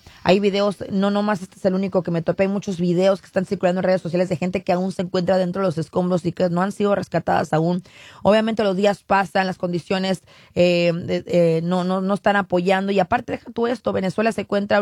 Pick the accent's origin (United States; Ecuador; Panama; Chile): United States; San Diego, California; moved away; como yo vengo de San Diego también